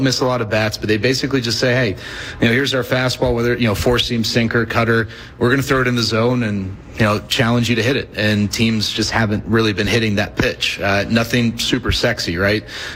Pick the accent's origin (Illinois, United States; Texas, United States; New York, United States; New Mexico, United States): Texas, United States; Dallas; Now, I grew up in Dallas. I grew up a huge Rangers fan.